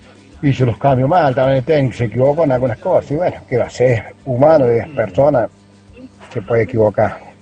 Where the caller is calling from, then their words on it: Villa Mercedes, San Luis, Argentina; de Villa Mercedes.